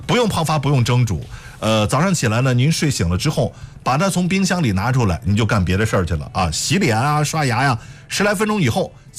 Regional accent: Shandong, China

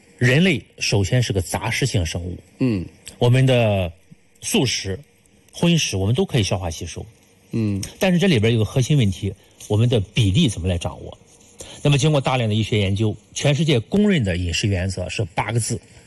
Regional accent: China; 我们中国人

